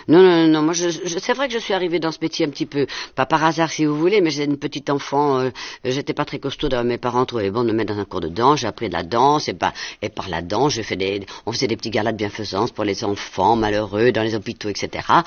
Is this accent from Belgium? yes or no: yes; Brussels, Brussels-Capital Region, Belgium; moved away as an adult; je suis née à Bruxelles, je suis une bonne bruxelloise